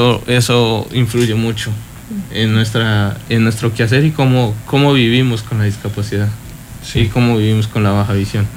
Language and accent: Spanish; Colombia; moved away